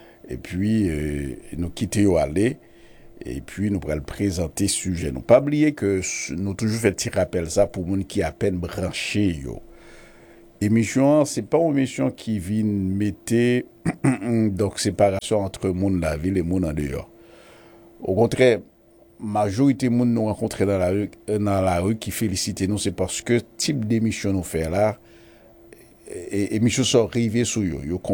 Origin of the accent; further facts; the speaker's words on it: Haiti; Pas oublier que dans quel que soit côté sorti en Haïti, on est haïtien. Ça, c'est le premier bagage que l'on connaît. On est haïtien.